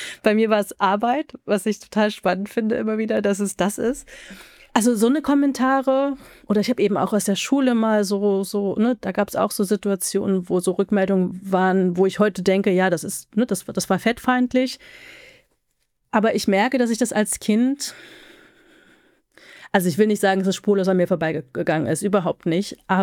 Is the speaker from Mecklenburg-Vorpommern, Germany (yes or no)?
no; Halle, Saxony-Anhalt, Germany; ich komme aus Halle, meine Mutter kommt aus Berlin